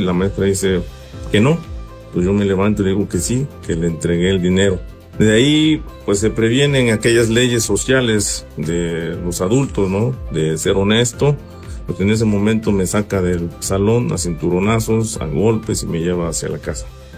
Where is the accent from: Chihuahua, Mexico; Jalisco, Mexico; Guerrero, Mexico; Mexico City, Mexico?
Guerrero, Mexico; Tlapa de Comonfort; born there; Y para ello, en el lugar donde nacimos, aquí en Tlapa de Comonfort Guerrero, tuvimos a cierta edad, más o menos en el segundo año del jardín, tuvimos una mala experiencia con el dinero.